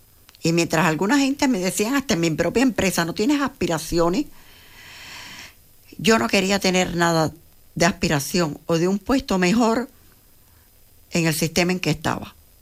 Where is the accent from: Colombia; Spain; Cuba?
Cuba; moved away; Vivíamos y yo no quería vivir en Cuba. Realmente no quería vivir, no porque no amara mi tierra, porque la amo mucho y la extraño.